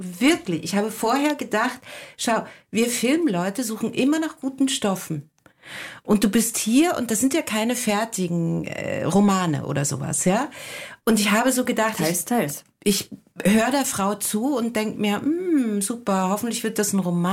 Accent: East Germany, Germany; Ich komme ja ursprünglich aus der DDR.

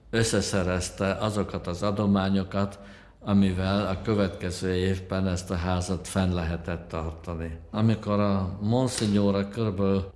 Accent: Budapest, Hungary; moved away as an adult; now in Austria; és én voltam az, aki mint pesti strici ottan hozzájuk csapódott

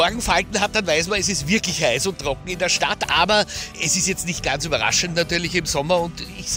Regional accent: Vienna, Austria; So sind wir Wiener und Wienerinnen halt.

